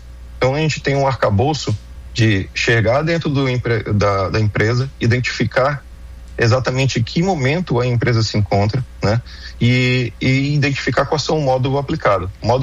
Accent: Manaus, Amazonas, Brazil; Sou de Manaus, Amazonas

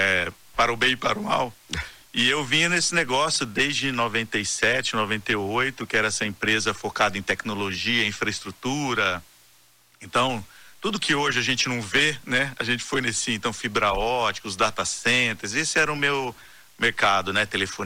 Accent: Campo Grande, Mato Grosso do Sul, Brazil; Eu sou lá de Campo Grande, né, no Mato Grosso do Sul

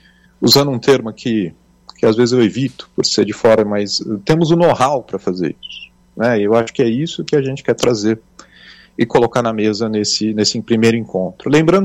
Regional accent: Brazil

